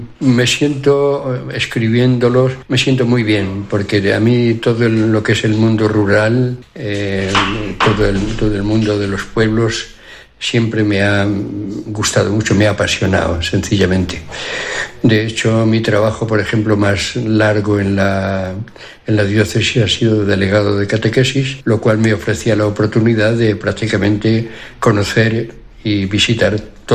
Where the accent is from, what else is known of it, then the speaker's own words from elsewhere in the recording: La Garganta, Extremadura, Spain; Yo soy de pueblo, mi pueblo es La Garganta, en la diócesis de Plasencia